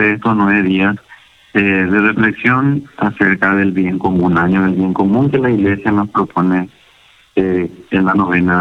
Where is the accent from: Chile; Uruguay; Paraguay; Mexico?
Paraguay; Carmen del Paraná, Itapúa; moved away as an adult; now in Asunción, Paraguay; yo soy de Carmen del Paraná, Itapúa, pero soy misionero redentorista.